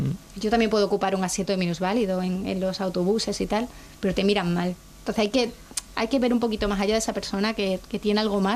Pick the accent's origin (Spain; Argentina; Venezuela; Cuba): Spain; Cáceres, Extremadura; now in Mérida, Spain; yo le digo a los cuatro vientos que soy extremeña, o sea, soy de Cáceres y vivo en Mérida